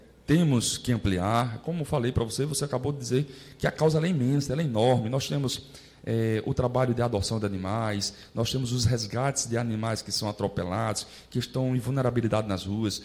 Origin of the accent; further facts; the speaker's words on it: João Pessoa, Paraíba, Brazil; um jovem sonhador, nascido e criado ali nos Funcionários 2, que vendia de divina adolescência, que estudou escola pública